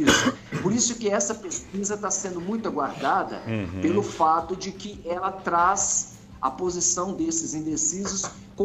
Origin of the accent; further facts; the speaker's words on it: Minas Gerais, Brazil; Sou, me criei em Minas.